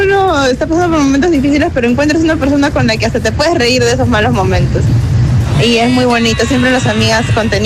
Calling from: Chimbote, Ancash, Peru; de Chimbote.

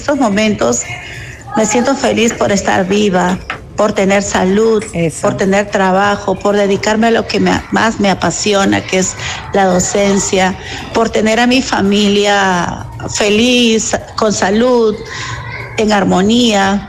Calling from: Lima, Peru; de Cercado de Lima.

